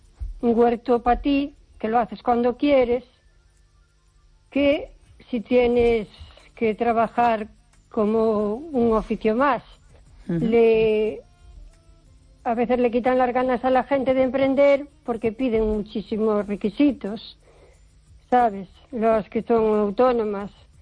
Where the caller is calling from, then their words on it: O Carballiño, Galicia, Spain; Buenas noches, Esther … de Carballiño.